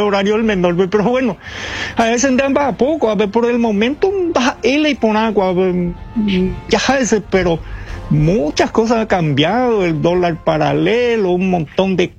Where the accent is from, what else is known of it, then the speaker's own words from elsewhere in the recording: Concepción, Paraguay; moved away as an adult; now in Santa Cruz, Bolivia; Yo soy de Pehuajomi, Paraguay, beleano, primero, y bueno, yo estoy acá unos 25 años